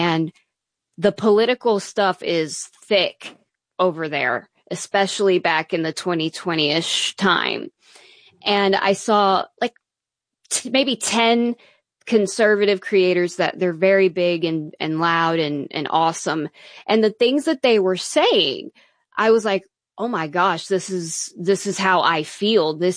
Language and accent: English; Oklahoma, United States; I grew up in Oklahoma, where all the cows are and the football. Small town, very small town, Oklahoma.